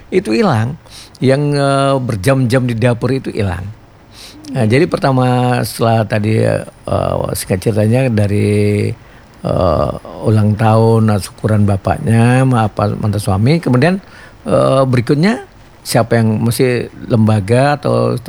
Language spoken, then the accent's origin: Indonesian; Java, Indonesia; Tapi kalau saya orang Jawa, yang tumpeng itu ada ingkungnya